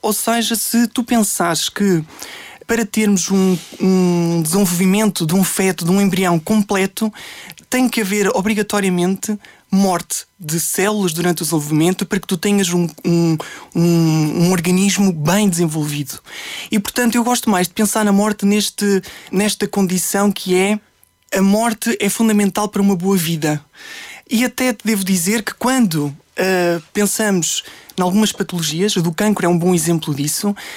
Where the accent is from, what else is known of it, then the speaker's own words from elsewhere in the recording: Carrazedo de Montenegro, Norte, Portugal; now in Lisbon, Portugal; a minha infância, que foi Trás-os-Montes, onde eu nasci